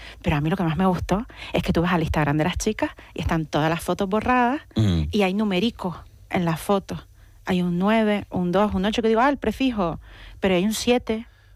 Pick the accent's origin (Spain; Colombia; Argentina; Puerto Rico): Spain; Las Palmas de Gran Canaria, Canary Islands; me crié en el Risco de San Nicolás y está al lado San Roque